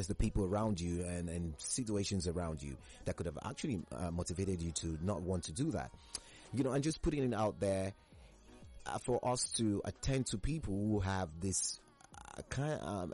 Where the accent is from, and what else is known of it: Nigeria